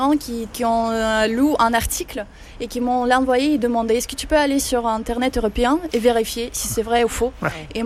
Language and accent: French; Russia; moved away as an adult; now in France; Oui, je suis née en Russie. Je suis grandie là-bas jusqu'à mes 18 ans.